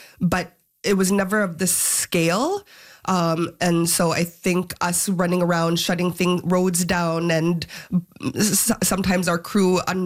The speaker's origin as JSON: {"language": "English", "region": "Nunavut", "country": "Canada", "said": "like when they hear I'm from the Arctic or from Nunavut and that I'm Inuit"}